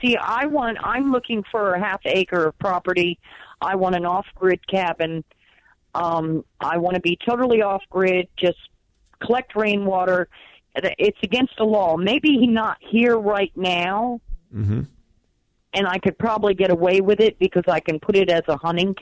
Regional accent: New Jersey, United States; I'm from New Jersey. I've never gardened.

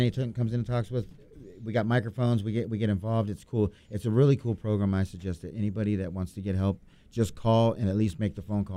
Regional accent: Lake Havasu City, Arizona, United States; I'm from Lake Havasu.

